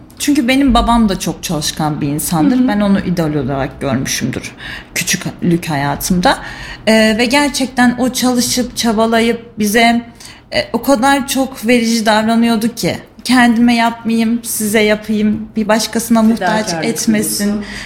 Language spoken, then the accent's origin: Turkish; Kayseri, Turkey; born there; 1 Aralık 99 doğumluyum. Kayseri'de doğdum. Avşarım elhamdülillah.